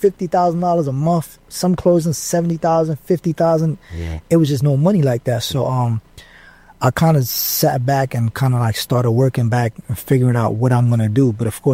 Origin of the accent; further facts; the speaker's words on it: Jersey City, New Jersey, United States; moved away as an adult; now in Atlanta, United States; I'm from Jersey City, mainly.